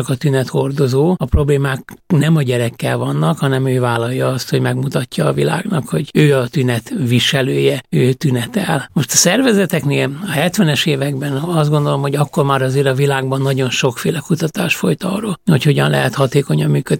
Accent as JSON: {"language": "Hungarian", "region": "Budapest", "country": "Hungary", "tie": "born or raised there", "said": "mi Budapesten laktunk, és én budapesti vagyok"}